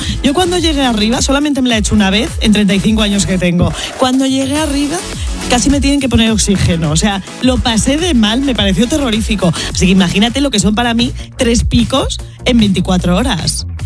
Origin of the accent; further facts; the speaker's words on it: Torrelodones, Community of Madrid, Spain; en Torrelodones, en mi pueblo